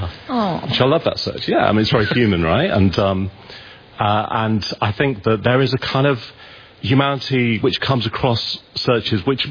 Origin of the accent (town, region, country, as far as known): England, United Kingdom; born or raised there